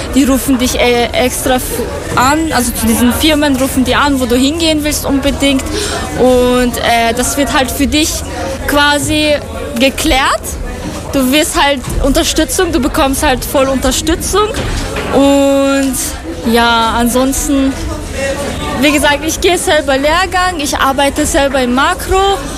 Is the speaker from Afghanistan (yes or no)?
yes; Afghanistan; moved away; Ich komme aus Afghanistan.